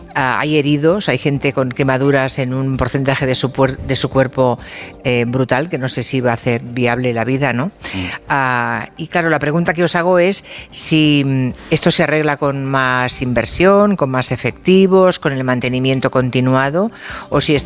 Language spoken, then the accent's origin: Spanish; Monforte de Lemos, Galicia, Spain; Monforte de Lemos, de mi ciudad, de mi pueblo